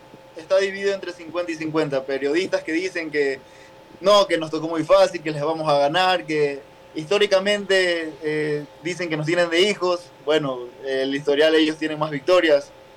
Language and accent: Spanish; Manabí, Ecuador; now in Mexico; yo soy ecuatoriano hasta Manaba y yo amo mi país. Desde chiquito apoyando a Ecuador en el fútbol